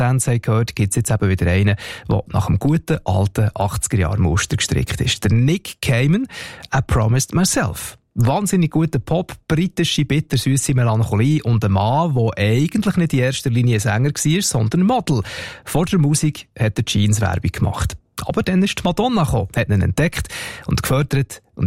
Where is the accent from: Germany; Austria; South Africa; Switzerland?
Switzerland; Und bei uns in der Schweiz, das sind ja noch eine Ladung Italiener in den Charts gewesen.